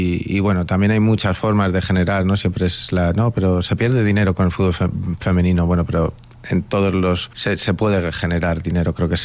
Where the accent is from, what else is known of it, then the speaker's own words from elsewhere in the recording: Spain; Así que la verdad que yo siempre soy muy español, pero ya estoy un poco también globalizado, pero siempre sí, siempre muy orgulloso de mi país, de mis raíces, de donde soy, y intentando defender y llevar la bandera de España